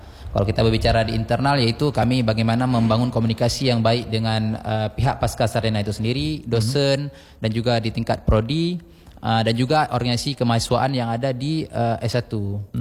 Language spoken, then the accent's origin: Indonesian; Banda Aceh, Aceh, Indonesia; saya asli Kota Banda Aceh